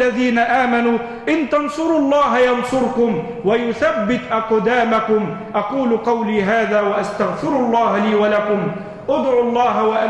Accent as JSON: {"language": "Arabic", "country": "Egypt"}